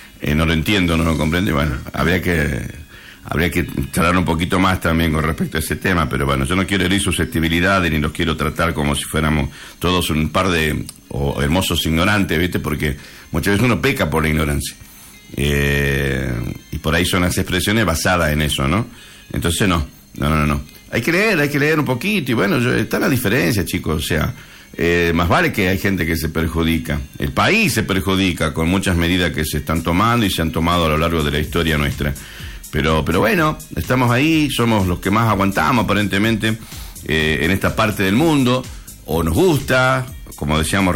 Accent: Argentina; porque yo soy argentino

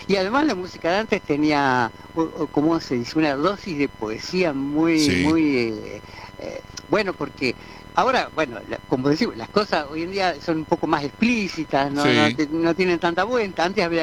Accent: La Plata, Buenos Aires Province, Argentina; born there; En La Plata, en el barrio El Mondón.

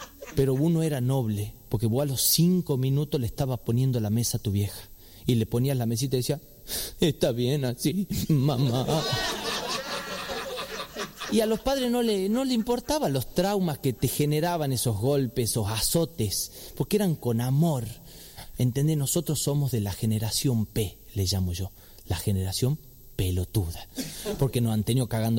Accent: Tucumán, Argentina; accent: tucumano; yo tengo una mezcla rara porque tengo padres sanjuaninos y soy tucumano y son muy diferentes, son culturas diferentes porque el tucumano tiene como una cultura propia.

